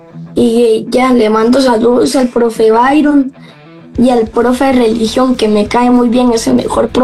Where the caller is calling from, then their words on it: Alajuela, Costa Rica; Él y mi abuelito y yo somos de Alajuela.